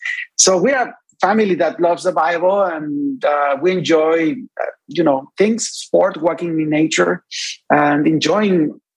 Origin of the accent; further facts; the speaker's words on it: Mexico; now in United States; I am originally from Mexico. I have been teaching in Monteverde University in Mexico also for several years. I pastored in Mexico for many years.